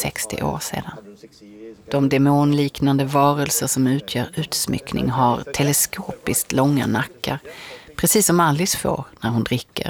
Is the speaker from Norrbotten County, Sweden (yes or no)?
no; Lund, Skåne, Sweden; now in Oxford, United Kingdom; Jag är från Lund själv och van vid den sortens inhemska lite studentikosa traditioner, dubbelkvartar och så vidare.